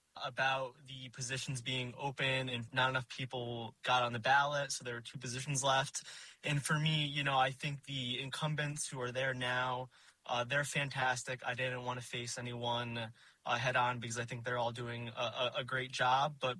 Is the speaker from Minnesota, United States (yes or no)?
no; Troy, New York, United States; born and raised in Troy, New York, in Lansingburg. I grew up going to the Lansingburg branch. I graduated from Lansingburg High School